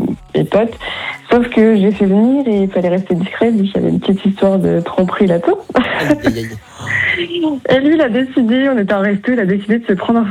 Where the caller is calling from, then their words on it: Joué-lès-Tours, Centre-Val de Loire, France; J'habite à Jouy-les-Tours.